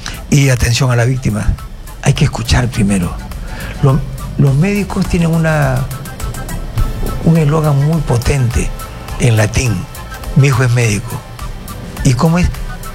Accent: Peru; also born or lived in Mexico; Pero éramos peruanos y nos juntábamos a conversar.

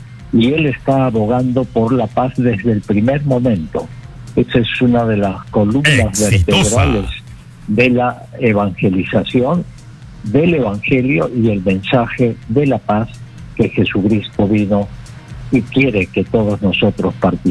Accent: Peru; como peruanos y peruanas

